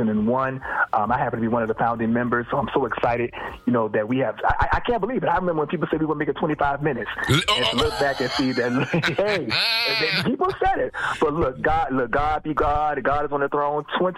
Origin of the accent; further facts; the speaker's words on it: Miami, Florida, United States; I'm from Miami, but Miami, we church too.